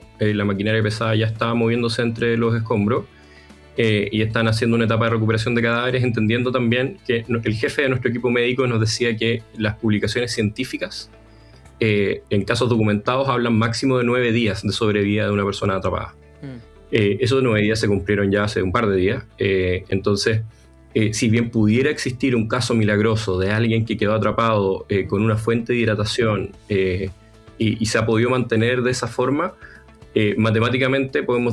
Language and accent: Spanish; Chile; con mi experiencia como ciudadano chileno